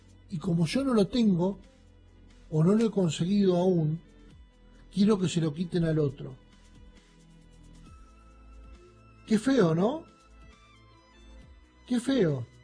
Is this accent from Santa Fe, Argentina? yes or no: no; La Pampa, Argentina; vengo del Fonavi. Vengo del Fonavi en una provincia donde la cantidad de vecinos de esta provincia, de coterráneos, de pampeanos